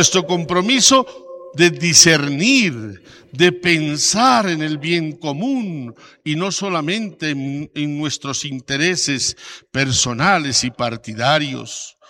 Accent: La Paz, Bolivia; queremos ofrecerte nuestro compromiso como paceños y bolivianos para rezar más intensa y profundamente por la paz de Bolivia.

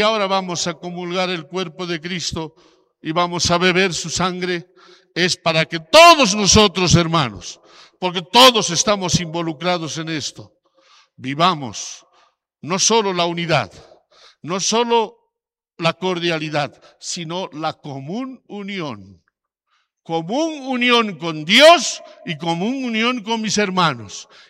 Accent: Bolivia; Porque somos muy bolivianos, los del altiplano y los del oriente, los de los valles y los del sector de nuestros hermanos orientales. Todos somos bolivianos.

